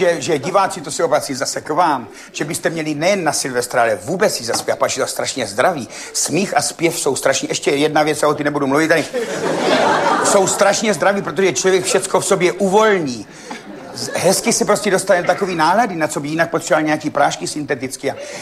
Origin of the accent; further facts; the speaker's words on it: Řičmanice, South Moravian Region, Czechia; Tady jsem od Řicmanic a tatínek měl tatínka, mýho dědečka, který měl majetek.